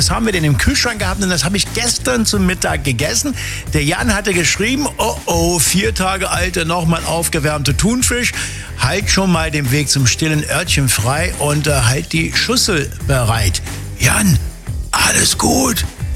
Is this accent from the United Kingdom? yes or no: yes; England, United Kingdom; German is a second language; ich bin ja Engländer, ja? Wir essen Bohnen mit Speck zum Frühstück und wir essen Plum Pudding und wir essen Yorkshire Pudding und wir essen Minzsoße mit Lamm.